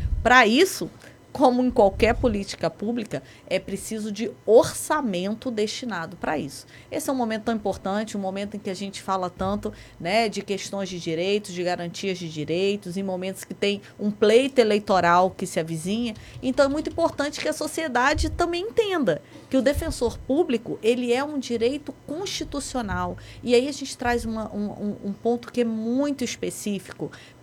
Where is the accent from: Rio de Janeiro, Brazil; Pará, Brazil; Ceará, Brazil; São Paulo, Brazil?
Rio de Janeiro, Brazil; moved away as an adult; now in Bahia, Brazil; Eu cheguei aqui há 18 anos, vim do estado do Rio de Janeiro.